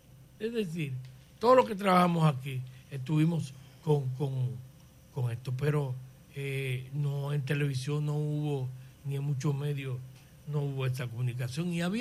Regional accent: Dominican Republic; nosotros somos una islita más pequeña, media isla.

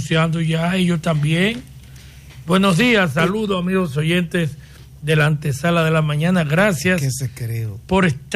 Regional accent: Dominican Republic; yo tengo derecho como dominicano.

